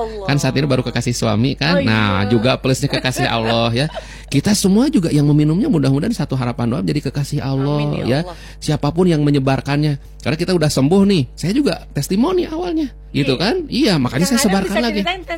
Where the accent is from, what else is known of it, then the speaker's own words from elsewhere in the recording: Bandung, West Java, Indonesia; Saya dari Bandung juga macet itu dalam kota.